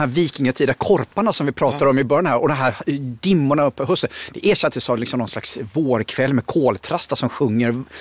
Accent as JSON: {"language": "Swedish", "town": "Gothenburg", "region": "Västra Götaland County", "country": "Sweden", "tie": "born or raised there", "said": "jag är ju född 69, uppväxt i Göteborg"}